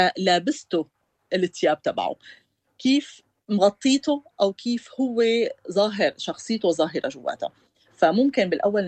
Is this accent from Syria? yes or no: yes; Syria; صراحة سألت على الموضوع لأني أكيد بهمني